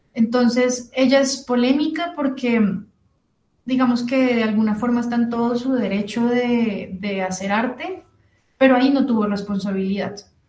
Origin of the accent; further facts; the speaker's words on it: Colombia; lo violentos y lo pasivo-agresivos que somos los colombianos